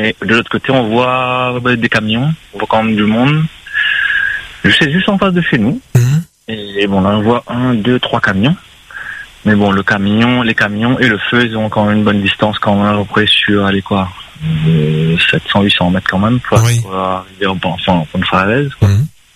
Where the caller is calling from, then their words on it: Entre-Deux, Réunion; je suis de l'entre-deux